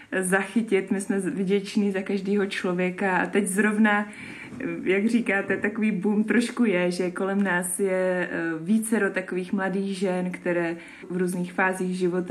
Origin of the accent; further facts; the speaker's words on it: South Moravian Region, Czechia; pocházím od Brna, teď jsem zase v komunitě znova zpátky v Brně, teď poslední druhým rokem